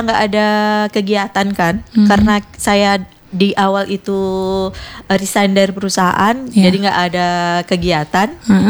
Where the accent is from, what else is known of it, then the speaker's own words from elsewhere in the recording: Bengkalis, Riau, Indonesia; now in Pekanbaru, Indonesia; saya asli orang Megalis.